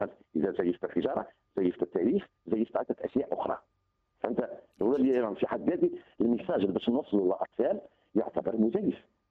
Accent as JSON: {"language": "Arabic", "country": "Tunisia", "said": "أنا كفنان تونسي ثاني مش خلي بصماتي كتونسي اللي عايش في القرن هذا"}